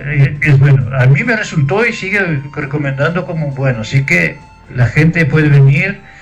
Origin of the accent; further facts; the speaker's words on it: Rivera, Uruguay; Sí, soy acá de Rivera.